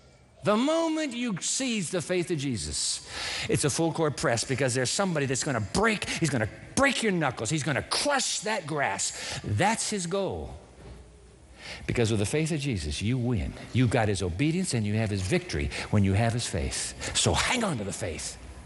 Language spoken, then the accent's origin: English; Japan; But when Greg and I were growing up in Japan, we were in a little house where the oil furnace was underneath the floor